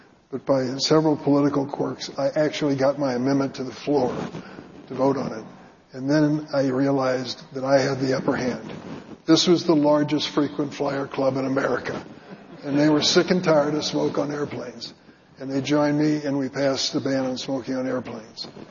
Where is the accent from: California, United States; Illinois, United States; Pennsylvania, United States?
Illinois, United States; East St. Louis; When I was growing up in East St. Louis, Illinois, my father got sick with lung cancer.